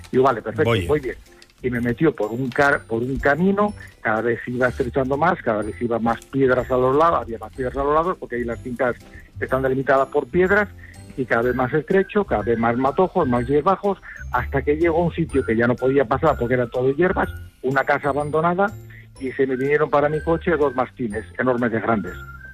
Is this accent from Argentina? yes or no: no; Veledos, Galicia, Spain; born there; El pueblo, la aldea donde yo nací realmente, donde tengo enterrados a mis padres, ese es el motivo por el cual cada vez que voy allí, el primer sitio que voy es a Veledos.